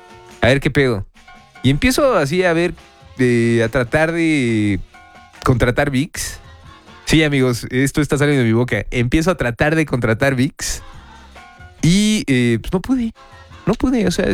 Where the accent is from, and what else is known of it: Mexico